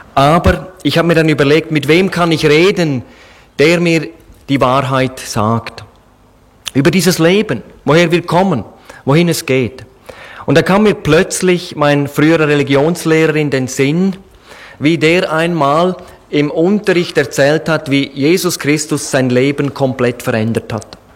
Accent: Switzerland; Ich möchte auch danken für die Einladung, dass ich als Schweizer hierher kommen durfte.

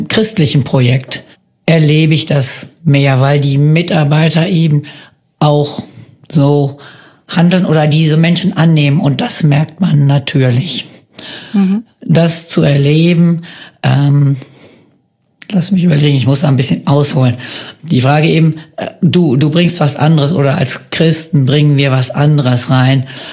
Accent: Germany; moved away as an adult; now in Cambodia; Als Deutsche

